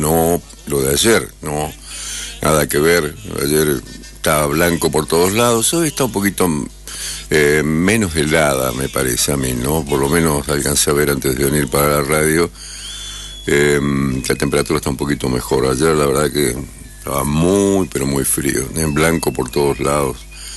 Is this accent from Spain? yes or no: no; Argentina; Somos futboleros los argentinos, ¿no?